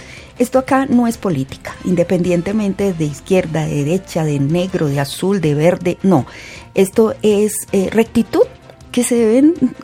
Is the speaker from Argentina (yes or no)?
no; Colombia; como colombianos también debemos tener claridad